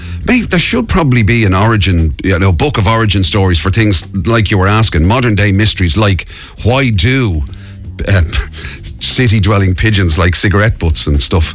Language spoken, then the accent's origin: English; Dublin, Leinster, Ireland; moved away; I'm originally from Finglas. It doesn't get any more dub.